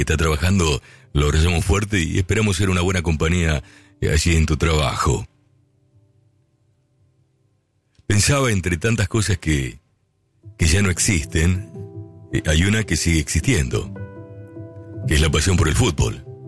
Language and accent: Spanish; Argentina; siempre en mi país ha existido la pasión por el fútbol